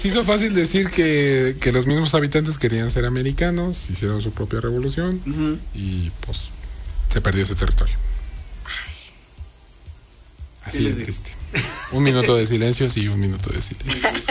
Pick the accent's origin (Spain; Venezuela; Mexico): Mexico; todavía tenemos esa filosofía como mexicanos